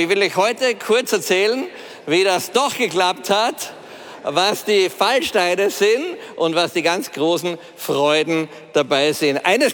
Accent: Austria; now in Salzburg, Austria; Otto, ich bin der zweite Österreicher. Otto, wo bist du? Ah ja, Otto, ich bin auch aus Österreich. … bin Unternehmer in Salzburg

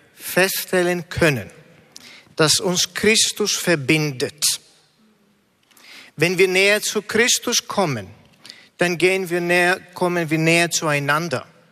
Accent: Greece; moved away as an adult; now in Germany; Also ich bin in Griechenland geboren und aufgewachsen. 97% der Bevölkerung sind orthodoxe Christen.

